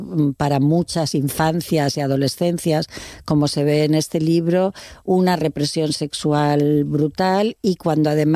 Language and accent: Spanish; Salamanca, Castile and León, Spain; born there; also born or lived in Valencia / Granada; Bueno, soy nacida en Salamanca, vivida en muchos sitios, porque he estudiado en Valencia y en Granada